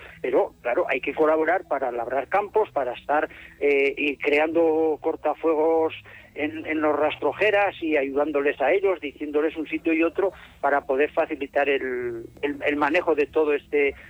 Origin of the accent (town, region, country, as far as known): Luesia, Aragon, Spain